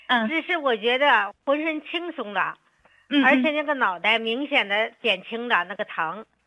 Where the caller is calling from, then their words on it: Nanjing, Jiangsu, China; 我是南京的患者。